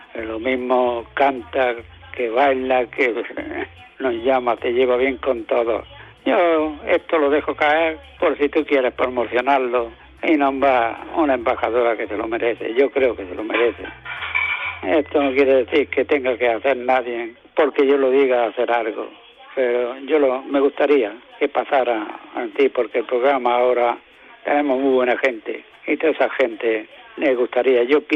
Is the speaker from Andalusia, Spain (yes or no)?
yes; Almuñécar, Andalusia, Spain; de Almuñécar. Un saludo para mis colegas de la Peña El Aguacate